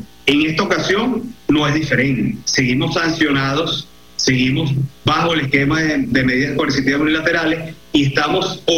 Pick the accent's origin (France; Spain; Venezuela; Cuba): Venezuela; Nosotros como venezolanos hemos enfrentado y superado crisis